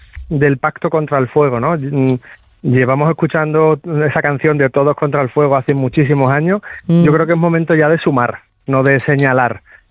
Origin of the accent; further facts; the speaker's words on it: Seville, Andalusia, Spain; Hola, buenas tardes Isabel y Susana, que es paisana mía, que yo soy de Sevilla.